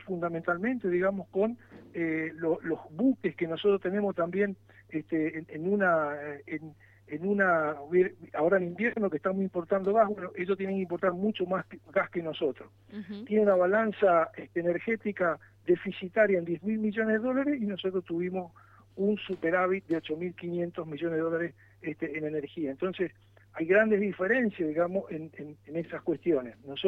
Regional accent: Argentina

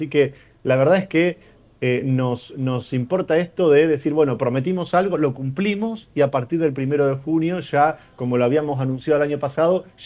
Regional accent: Santa Fe, Argentina; nos encanta decir que somos santafesinos, se nos infla el pecho diciendo que somos santafesinos.

